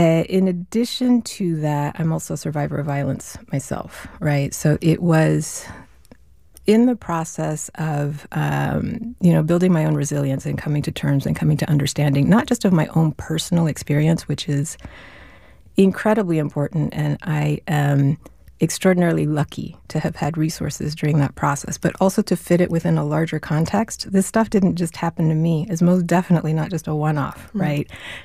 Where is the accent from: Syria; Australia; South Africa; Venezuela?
Venezuela; born or raised there; now in United States